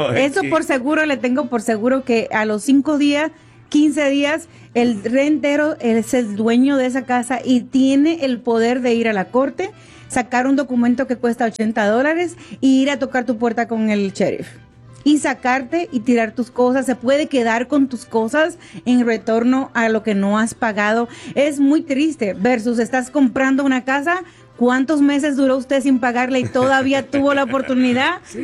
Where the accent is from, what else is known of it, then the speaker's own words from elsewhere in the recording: Dominican Republic; now in Arizona, United States; pues llegué directamente a Arizona. ¿O siempre ha vivido aquí? Siempre he vivido. Wow. Yo no soy la dominicana que típica que viene a Nueva York.